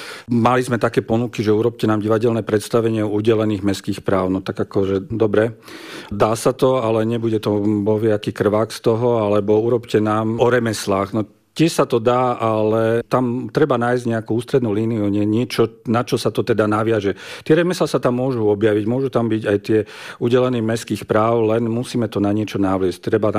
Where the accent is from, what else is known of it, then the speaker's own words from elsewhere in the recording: Spišská Nová Ves, Košice Region, Slovakia; moved away as an adult; also born or lived in Nálepkovo; now in Prešov, Slovakia; Prešov, tak tam už je, no pomaly to bude 30 rokov, ale vždy na víkendy chodím do Spišskej Novej Vsi a keď sa ma niekto opýta, že skade som, tak som do Spišskej Novej Vsi.